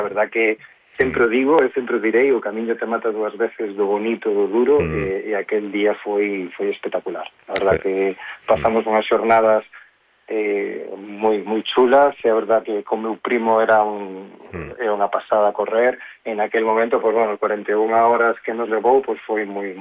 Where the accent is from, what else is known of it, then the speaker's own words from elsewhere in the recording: Corcubión, Galicia, Spain; Somos aquí, somos de Corcubión, pero claro, non coñecíamos nada o camiño.